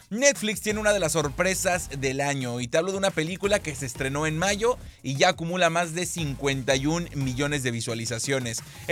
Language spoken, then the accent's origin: Spanish; Yucatán Peninsula, Mexico; como decimos aquí en la península, el touch, porque así le decimos.